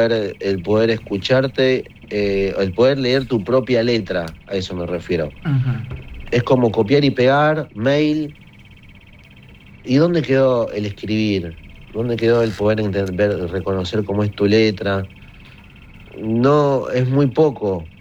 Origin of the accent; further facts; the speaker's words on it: Buenos Aires, Argentina; born there; Yo nací en Buenos Aires, pero toda mi familia es de Jujuy.